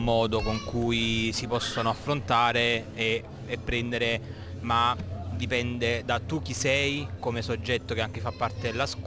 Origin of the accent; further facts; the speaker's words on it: Naples, Campania, Italy; Io per esempio vengo dalla città di Napoli